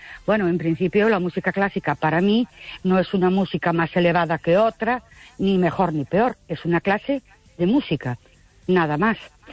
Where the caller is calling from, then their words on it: Ourense, Galicia, Spain; de Ourense.